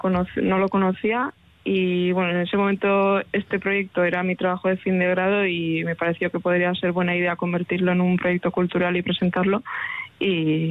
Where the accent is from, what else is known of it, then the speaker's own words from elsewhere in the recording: Vitoria, Basque Country, Spain; Pues bueno, yo soy de Vitoria